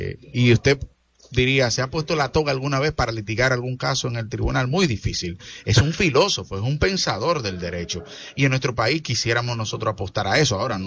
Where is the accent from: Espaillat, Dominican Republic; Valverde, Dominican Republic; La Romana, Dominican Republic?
Espaillat, Dominican Republic; Moca; mi pueblo natal, que es Moca